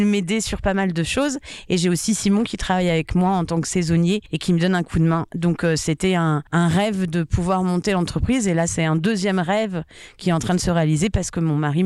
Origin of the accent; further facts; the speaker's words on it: Nancy, Grand Est, France; Alors, je suis originaire de Nancy, donc qui est la grande ville pas très loin d'ici.